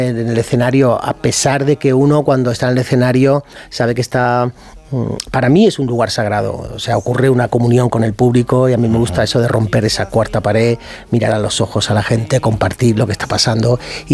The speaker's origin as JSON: {"language": "Spanish", "town": "Malaga", "region": "Andalusia", "country": "Spain", "said": "Soy de Málaga y eso se nota, claro."}